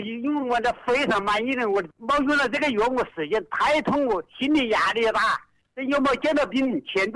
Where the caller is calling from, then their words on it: Wuhan, Hubei, China; accent: Huangpi; 我是里集镇的。